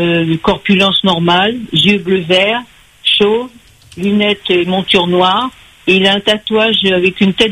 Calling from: Réunion; comme il sait que j'habite à La Réunion

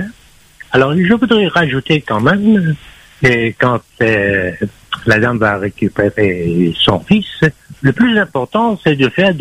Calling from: Dreux, Centre-Val de Loire, France; j'habite à Dreux, hein, du côté de Charles.

